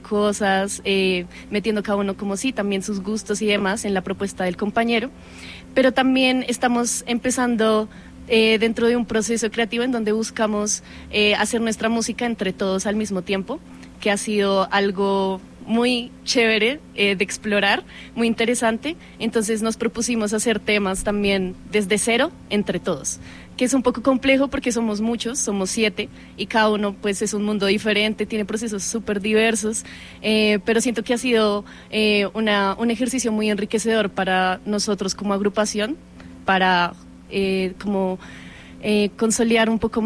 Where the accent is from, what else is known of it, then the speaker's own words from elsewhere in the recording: Bogotá, Bogotá Capital District, Colombia; no tan lejanos, de Bogotá, sí.